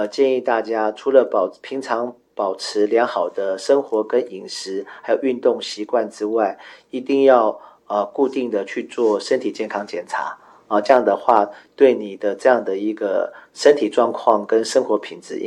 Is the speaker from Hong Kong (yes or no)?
no; Taiwan; 我觉得身为台湾人，这是非常的幸福的。